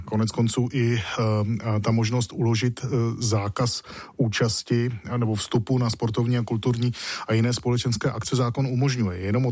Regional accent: Brno, South Moravian Region, Czechia; moved away as an adult; now in Prague, Czechia; Já jsem z Brna. Abych uvedl věc na pravou míru. A v Praze už jsem tedy poměrně dlouho, pohybuji se tady skoro už 20 let

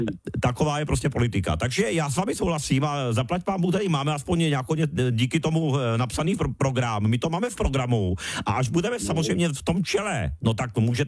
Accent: Moravia, Czechia; Já jsem normální Moravák, Moravák jak stehno, žádná náplava tady

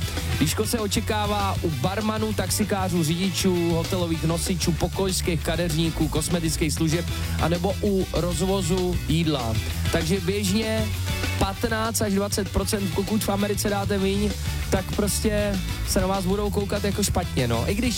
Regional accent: Bohemia, Czechia; Tak, tady u nás v Čechách to máme jasně ložené, no a podobně jako tady u nás v Čechách je to na Slovensku

